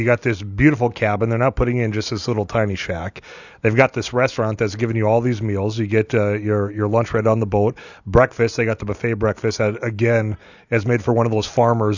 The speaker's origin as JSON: {"language": "English", "town": "Devils Lake", "region": "North Dakota", "country": "United States", "tie": "born or raised there", "said": "growing up in Devil's Lake"}